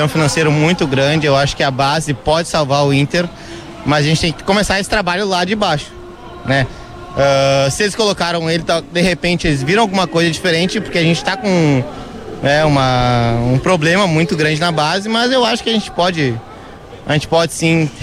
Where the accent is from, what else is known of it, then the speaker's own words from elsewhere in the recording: Porto Alegre, Rio Grande do Sul, Brazil; Aqui de Porto Alegre mesmo.